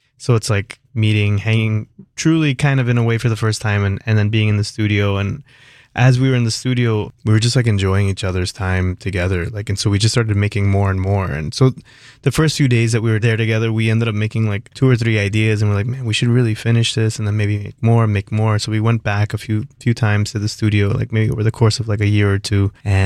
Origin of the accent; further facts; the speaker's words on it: Miami, Florida, United States; also born or lived in Fort Lauderdale; My family is from Ecuador. I grew up in Miami in South Florida, Fort Lauderdale.